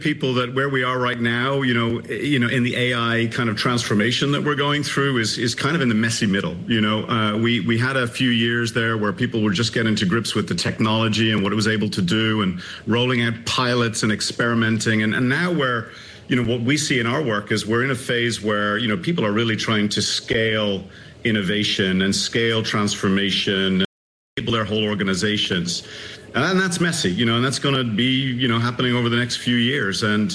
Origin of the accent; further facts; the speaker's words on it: Ireland; and I'm from Ireland, we have a saying there that, you know, it takes a village to solve a hard problem.